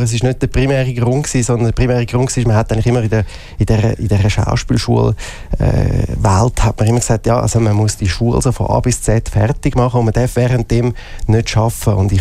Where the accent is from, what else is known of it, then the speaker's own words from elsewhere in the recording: Zurich, Switzerland; born there; Ich bin Zürcher, bin in Zürich aufgewachsen und dann in früheren Jahren ist Zürich-Oberland gezogen.